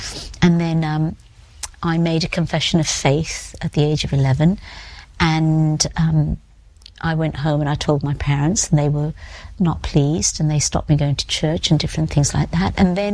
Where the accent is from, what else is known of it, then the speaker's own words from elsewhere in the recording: United States; as an American, as a Christian, as a white person